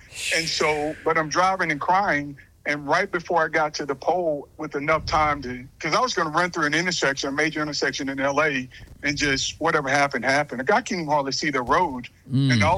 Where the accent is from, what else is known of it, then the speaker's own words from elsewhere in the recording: Vidalia, Georgia, United States; But we only have it in South Georgia. I'm from Georgia. Place called Vidalia, yeah, Sweet Onions.